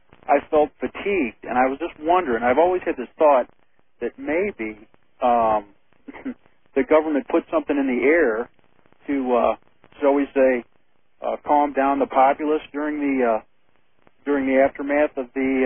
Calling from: St. Louis, Missouri, United States; from St. Louis.

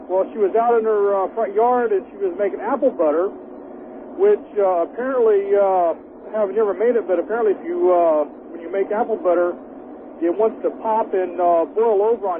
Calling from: California, United States; I'm calling from Central California, driving a truck.

